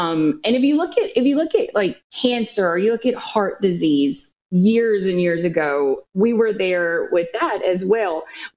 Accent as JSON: {"language": "English", "town": "Goshen", "region": "Mississippi", "country": "United States", "tie": "born or raised there", "lives_now": "Madison, United States", "said": "I am from the Mississippi Gulf Coast, so I live in Madison, Mississippi now, but I grew up in Goshen, so I'm a coastie. I'm a coastal girl."}